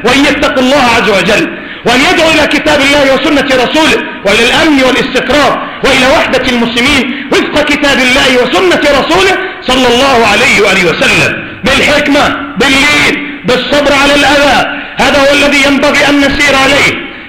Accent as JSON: {"language": "Arabic", "country": "Yemen", "said": "الدولة عندنا في اليمن"}